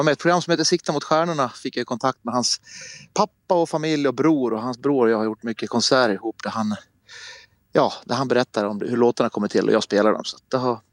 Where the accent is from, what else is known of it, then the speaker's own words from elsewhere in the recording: Malungsfors, Dalarna County, Sweden; now in Stockholm, Sweden; Jag ska spela på en liten fest här vid en bystuga utanför Malungsfors. Så jag kommer hem från Stockholm och spelar där.